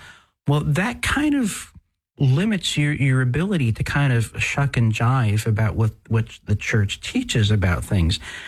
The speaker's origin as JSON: {"language": "English", "region": "New Jersey", "country": "United States", "accent": "New Jersey", "said": "my New Jersey almost came out."}